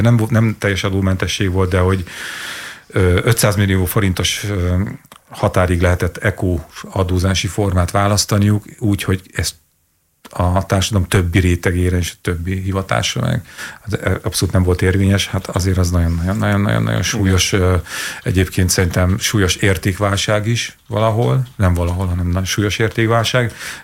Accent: Sátoraljaújhely, Borsod-Abaúj-Zemplén, Hungary; moved away as an adult; now in Budapest, Hungary; hazamegyünk, összegyűlünk Sátrújhelyen

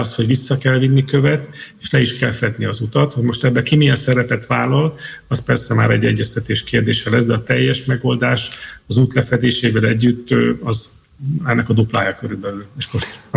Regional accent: Szombathely, Vas, Hungary; én azt mondom szombathelyiként is

